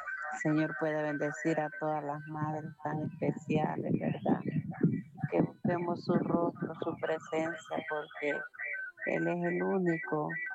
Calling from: La Picota, Choluteca, Honduras; De la Picota, Choluteca.

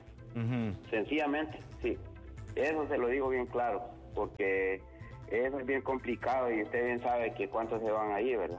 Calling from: Honduras; yo sinceramente en el país soy hondureño

